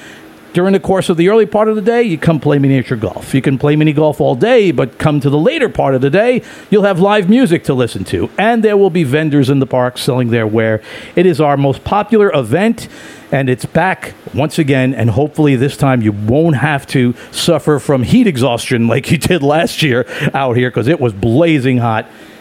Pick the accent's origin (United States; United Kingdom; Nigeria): United States; New York City, New York; now in Staten Island, United States; Brooklyn, New York, my hometown, before I shifted across the harbor to my current hometown of Staten Island.